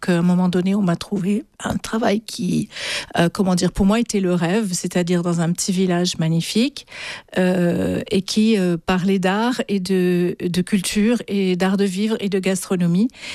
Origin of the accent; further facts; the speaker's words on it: Marseille, Provence-Alpes-Côte d'Azur, France; born there; Alors, mon chemin, je suis née à Marseille, pas très loin d'ici, mais je suis née à Marseille, où j'ai quasiment jamais vécu.